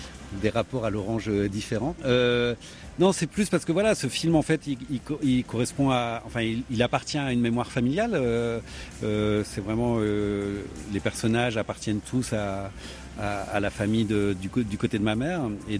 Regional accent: Brittany, France; c'est le moment où mon oncle nous a fait boire ce tang et où soudain, en tant que petit Breton, je me sentais un Américain.

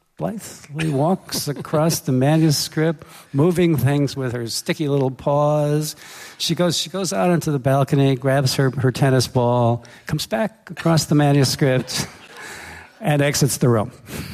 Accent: New York, United States; I grew up on Long Island in a very modern glass house surrounded by very tall trees.

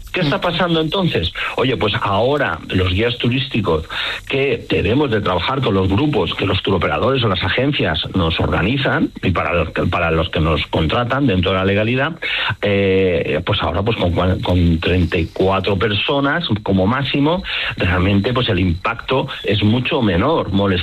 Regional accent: Balearic Islands, Spain; A ver, yo soy mallorquín, entiendo muy bien lo que está pasando en las islas.

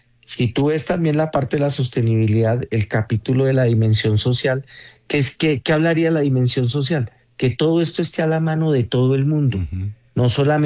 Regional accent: Colombia; la terrible tragedia que tuvimos con el terremoto ahorita para nosotros como colombianos.

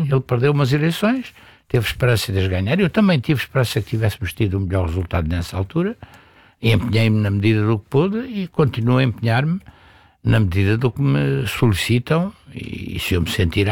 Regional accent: Portugal; o que o Partido Socialista me inspira a mim, como português e não como.

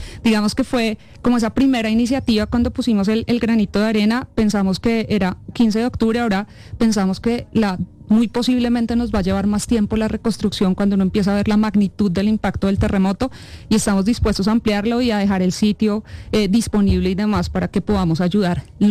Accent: Colombia

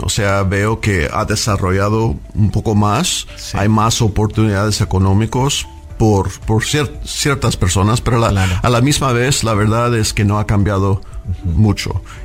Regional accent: Fresno, California, United States; Pues, soy residente de Fresno. Crecí aquí y estudié en escuelas públicas locales. Me crió una madre soltera que trabajaba en varios empleos para sacarnos adelante.

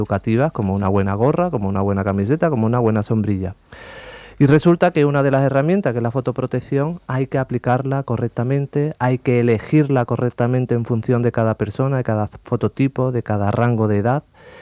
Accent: Andalusia, Spain; Pues al final somos andaluces, estamos en la comunidad que más horas de sol tenemos en España.

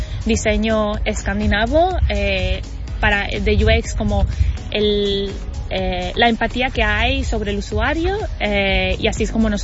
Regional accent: Barcelona, Catalonia, Spain; now in Sweden; Yo que soy de Barcelona y vivo en Suecia

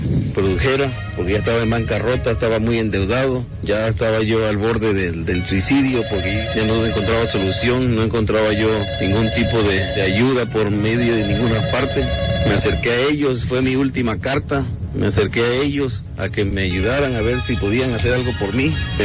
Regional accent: Tabasco, Mexico; soy originario de Tabasco, tengo 45 años.

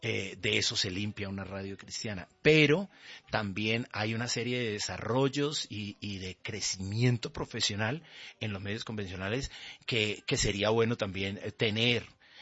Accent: Bucaramanga, Santander, Colombia; moved away as an adult; yo soy de Bucaramanga. Sí. Venía de Bucaramanga. Nací en el cristianismo en Bucaramanga, en mi familia, en una comunidad cristiana.

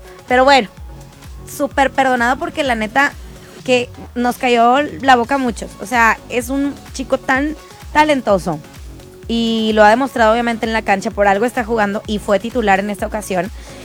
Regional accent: Mexico; así somos los mexicanos, nos burlamos hasta de nosotros mismos.

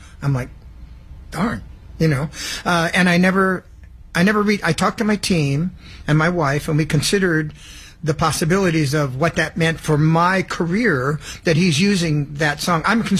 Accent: California, United States; born there; I'm from California, born in.

